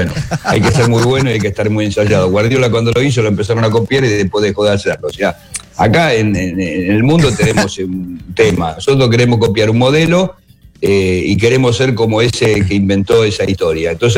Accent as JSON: {"language": "Spanish", "region": "Buenos Aires", "country": "Argentina", "tie": "born or raised there", "said": "Yo me crié en Boedo, un barrio muy típico de Buenos Aires, barrio porteño muy, muy conocido."}